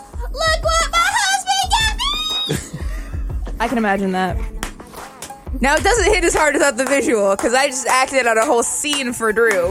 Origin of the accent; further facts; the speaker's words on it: Seattle, Washington, United States; I'm from Seattle. I say soda.